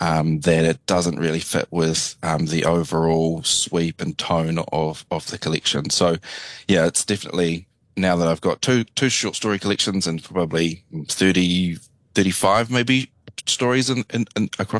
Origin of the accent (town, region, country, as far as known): New Zealand; also born or lived in Brisbane, Australia / Edinburgh, United Kingdom